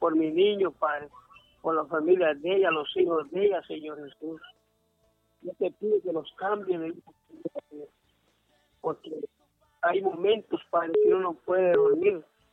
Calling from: Villanueva, Cortés, Honduras

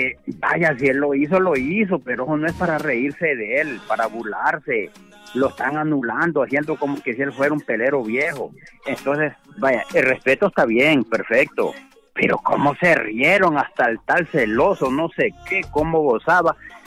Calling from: Tegucigalpa, Francisco Morazán, Honduras; de aquí en la colonia Nueva Suyapa.

